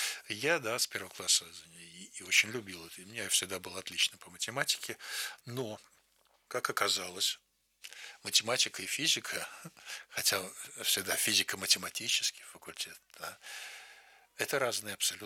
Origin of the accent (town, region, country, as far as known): Saint Petersburg, Russia; born or raised there; moved away as an adult; now in Moscow, Russia